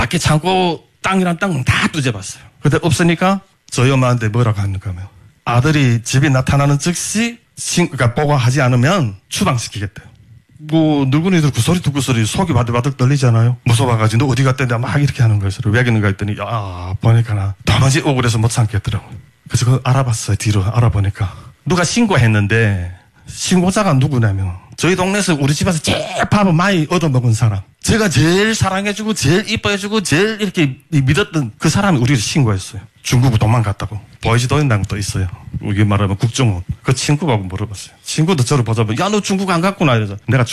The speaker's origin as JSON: {"language": "Korean", "country": "North Korea", "tie": "born or raised there", "moved": "as an adult", "lives_now": "South Korea", "said": "야 이거 북한에서 태어난 거 왜 이렇게 후회되고"}